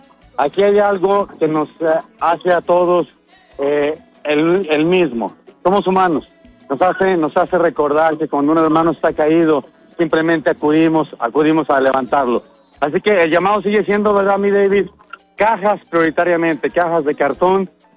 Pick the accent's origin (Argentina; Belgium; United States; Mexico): Mexico; me siento tan orgulloso de esta comunidad, no solamente de mi pueblo mexicano